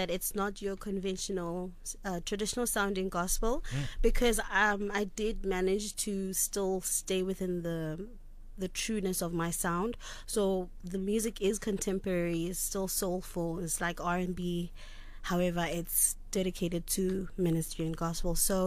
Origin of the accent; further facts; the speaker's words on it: Soweto, Gauteng, South Africa; who grew up in the township in Soweto, born and bred in South Africa